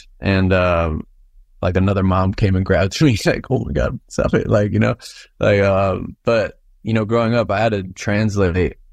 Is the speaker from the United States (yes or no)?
yes; United States; I'm from here. I'm American. I was born in America. But, you know, obviously my parents are from Jalisco and, well, they're from Zapopan and Guadalajara.